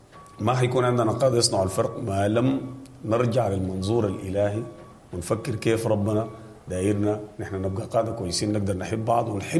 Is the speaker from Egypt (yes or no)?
no; Sudan; احنا كسودانيين لازم نفهم